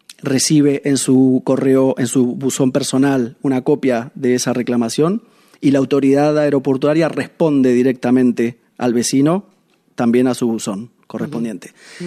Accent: Argentina; moved away as an adult; now in La Pineda, Spain; Soy argentino, vivo hace 6 años en el barrio de La Pineda. Adopté el barrio y adopté la ciudad como propia.

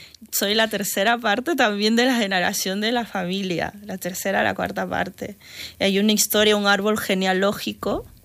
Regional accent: Peru; now in Spain; No soy catalana. No soy catalana, soy peruana.

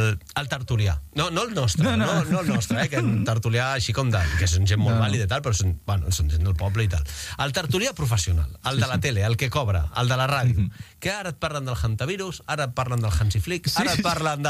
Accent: Catalonia, Spain; perquè a Catalunya és el mateix. Vull dir que estem com que 5 som catalans

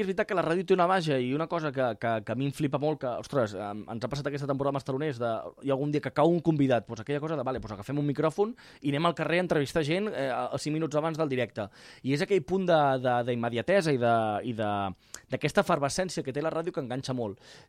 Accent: Cunit, Catalonia, Spain; sí, sóc de Cunit i, hòstia, suposo que estic flipant, no? Hòstia, és de Cunit, parla català, no? Sí

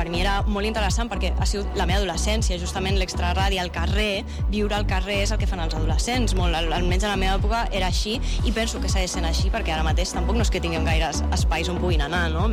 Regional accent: Badalona, Catalonia, Spain; Soc de Badalona de tota la vida

